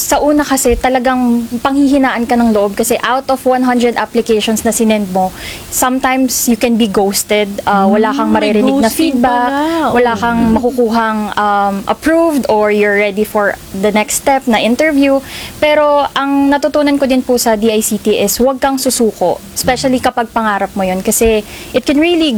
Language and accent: Tagalog; Marikina, Metro Manila, Philippines; Sa parang Marikina po.